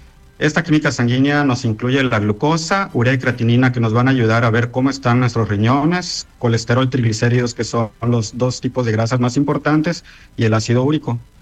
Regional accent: Chetumal, Quintana Roo, Mexico; Somos químicos de Chetumal, trabajando para ustedes, chetumaleños, de corazón.

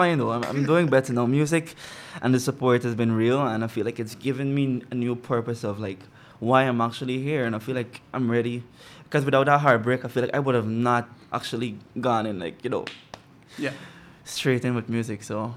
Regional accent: Agricola, Demerara-Mahaica, Guyana; born there; also born or lived in Diamond, Guyana; Yeah, I grew up in Agricola. Uh-huh. Yeah, very small, and then like around 10, I moved to Hurstellin

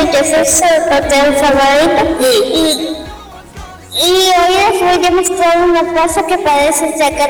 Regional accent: Chetumal, Quintana Roo, Mexico; es parte de nuestra historia de Chetumal.

